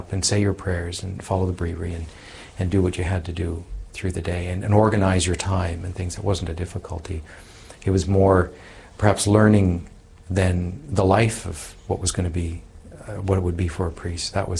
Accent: Halifax, Nova Scotia, Canada; And coming from Halifax

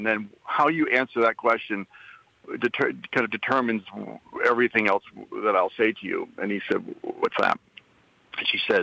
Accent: New England, United States; I'm from New England, and I have a number of family members from New Jersey.

